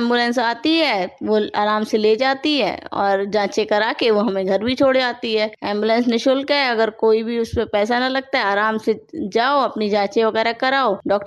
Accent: Jaigaon, West Bengal, India; हाँ, हम जयगांव के निवासी हैं।

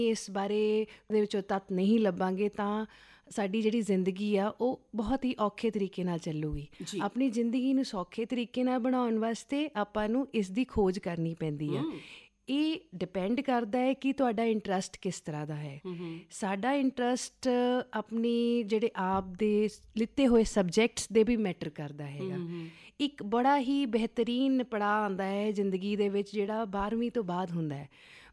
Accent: Patiala, Punjab, India; born there; also born or lived in Rajpura; now in Jalandhar, India; ਮੇਰਾ ਜਨਮ ਪਟਿਆਲਾ ਸ਼ਹਿਰ ਦੇ ਵਿੱਚ ਹੋਇਆ

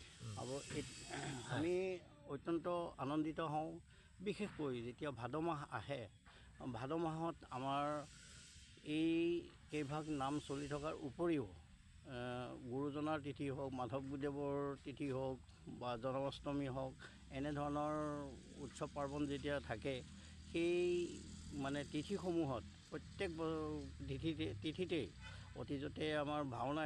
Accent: Gachbari, Assam, India; মোৰ ঘৰ গছবাৰী গাঁৱত আৰু জিলা আমাৰ মৰিগাঁও। আমি মৰিগাঁও জিলাৰ একেবাৰে আমি টাউনতে পৰোঁ, যদিও আমাৰ গাঁওখন টাউনত পৰে 8 নম্বৰ ৱাৰ্ড হিচাপে।

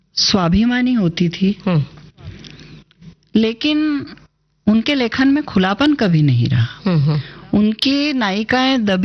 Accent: Malwa, India; accent: Malvi; मैं मालवा से हूँ, तो मैंने एक पुस्तक मेरी मालवी बोली में मैंने निकाली है।

